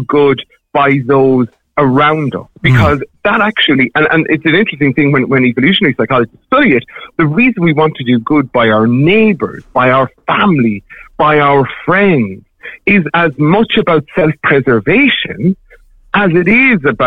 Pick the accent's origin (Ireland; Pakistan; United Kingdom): Ireland; as Irish people